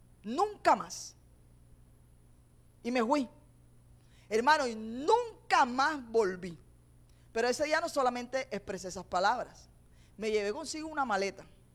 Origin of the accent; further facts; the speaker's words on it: Caribbean coast, Colombia; lo que nosotros decimos como costeño